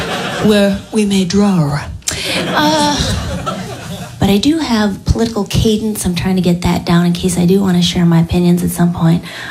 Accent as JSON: {"language": "English", "region": "Midwest", "country": "United States", "said": "You know, I come from the Midwest"}